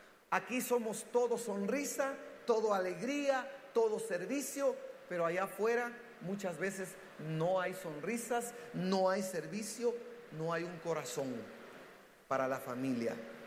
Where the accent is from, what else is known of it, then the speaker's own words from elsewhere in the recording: Guatemala; Como latinos, como chapines, somos muy políticos, ¿verdad?